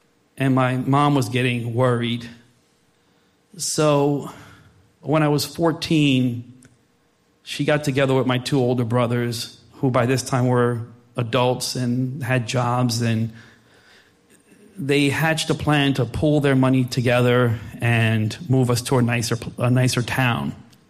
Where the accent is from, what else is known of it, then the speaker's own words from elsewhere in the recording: Plainfield, New Jersey, United States; born there; I was born in 1974 in Plainfield, New Jersey. The four Plainfield people here.